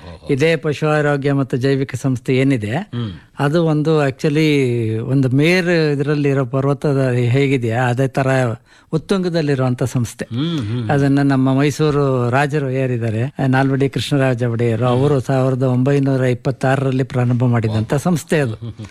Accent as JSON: {"language": "Kannada", "town": "Bengaluru", "region": "Karnataka", "country": "India", "said": "ನಿಜ ಹೇಳ್ಬೇಕು ಅಂತಂದ್ರೆ ಬೆಂಗಳೂರು, ನಾನು ಆಕ್ಚುಲಿ ಬೆಂಗಳೂರಿನವನು, ಬೆಂಗಳೂರು ಡಿಸ್ಟ್ರಿಕ್ಟ್"}